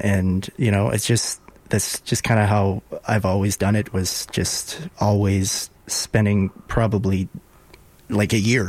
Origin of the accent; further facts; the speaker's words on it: Wabasca, Alberta, Canada; So I grew up in Wabasca. It's about 3 hours north of Edmonton, a little small town, a little bit of municipality, a little bit of reserve.